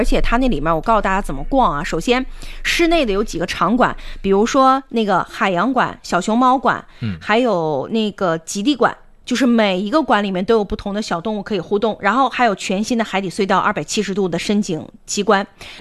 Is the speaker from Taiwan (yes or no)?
no; Harbin, Heilongjiang, China; 其实我作为哈尔滨人，我真的去了很多次的极地公园了